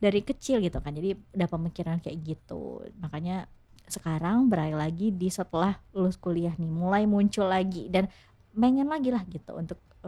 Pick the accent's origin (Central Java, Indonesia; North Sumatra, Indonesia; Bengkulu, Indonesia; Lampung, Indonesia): Bengkulu, Indonesia; Curup; aku asalnya dari Curup aslinya